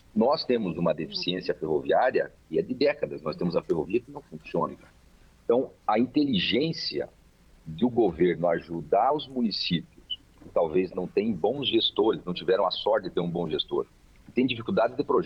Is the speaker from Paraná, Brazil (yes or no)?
yes; Cascavel, Paraná, Brazil; moved away as an adult; also born or lived in Curitiba; Eu saí de Cascavel, mano, para estudar em Curitiba, porque não tinha engenharia em Cascavel